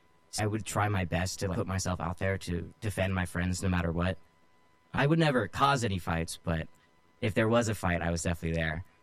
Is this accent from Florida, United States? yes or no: no; Modesto, California, United States; also born or lived in Hayward / Keyes; So I'm originally from Hayward, California, but I moved when I was probably about 3 or 4 years old to Keyes, which is a city in between Ceres and Turlock. But then I only stayed there for a little bit till I moved to Modesto.